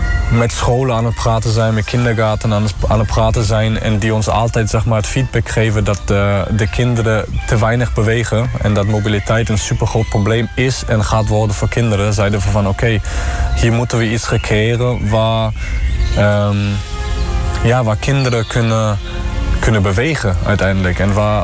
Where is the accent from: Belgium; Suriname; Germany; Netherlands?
Germany; Elten, North Rhine-Westphalia; moved away; die plaats waar ik ben opgegroeid